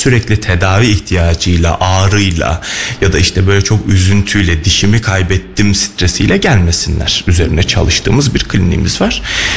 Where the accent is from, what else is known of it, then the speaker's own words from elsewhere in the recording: Kayseri, Turkey; Kayserliyim aslen. Aynen, aslen Kayserliyim. İlk ve orta öğretimimi Kayseri'de tamamladım.